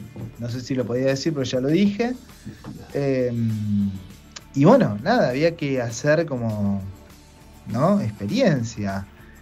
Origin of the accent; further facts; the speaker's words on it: Beltrán, Argentina; yo me crié un poco acá adentro, ¿no? Es como nacido y criado en Beltrán y nacido y criado en el instituto.